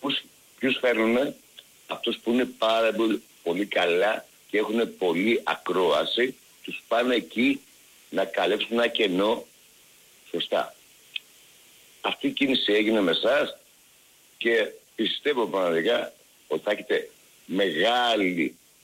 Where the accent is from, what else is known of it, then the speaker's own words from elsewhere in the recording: Aigio, Western Greece, Greece; Με θυμάσαι ποιος είμαι εγώ από το Αίγιο, έτσι?